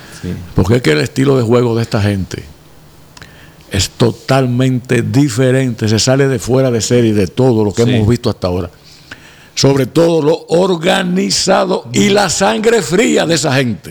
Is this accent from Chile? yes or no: no; Norway; Yo soy noruego.